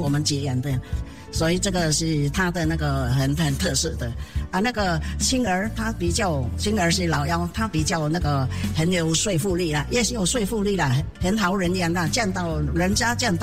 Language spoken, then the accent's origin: Chinese; Philippines; 我是菲律宾的华侨，我现在哦，我们那边有这个灾难哦